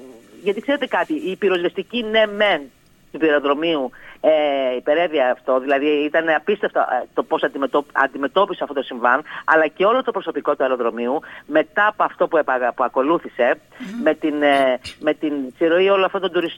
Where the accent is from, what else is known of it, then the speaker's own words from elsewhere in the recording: Greece; είμαι Ελληνίδα